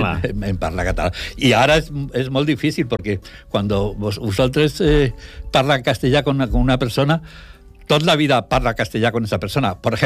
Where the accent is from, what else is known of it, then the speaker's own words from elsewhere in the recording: Madrid, Community of Madrid, Spain; Catalan is a second language; moved away as an adult; now in Segur de Calafell, Spain; Jo sóc de Madrid, tinc 77 anys, estic casat con un català.